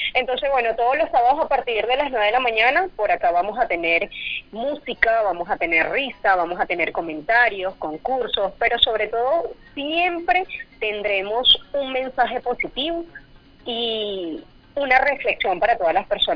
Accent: Los Llanos, Venezuela; Yo 100% llanera

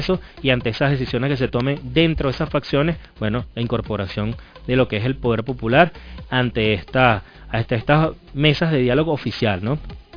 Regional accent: Venezuela; como venezolanos y venezolanas

